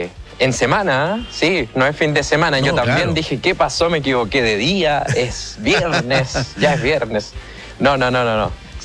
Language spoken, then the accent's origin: Spanish; Tirúa, Biobío, Chile; A la gran comuna de Tirúa, ahí en la provincia de Arauco. Saludo también a toda la provincia de Arauco.